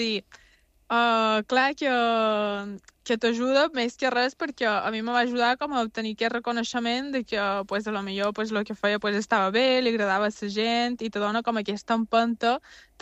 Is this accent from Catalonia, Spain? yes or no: no; Mallorca, Balearic Islands, Spain; Gent del meu poble, gent de Mallorca